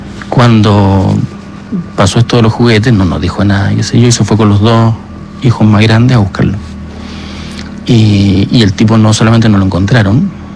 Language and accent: Spanish; Magallanes, Chile; yo no sé si alguno te lo conté, pero yo soy magallánico.